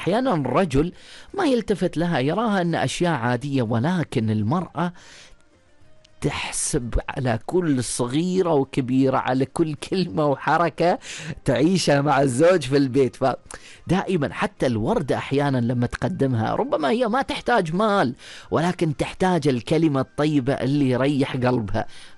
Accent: Oman; وهذا اللي تربينا عليه في سلطنة عمان

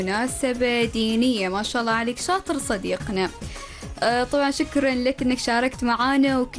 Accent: Oman; بلادنا عمان

